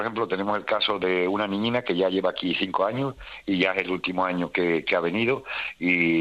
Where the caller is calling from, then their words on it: Valverde de Mérida, Extremadura, Spain; Aquí, yo hablo de Cebalverde, de Mérida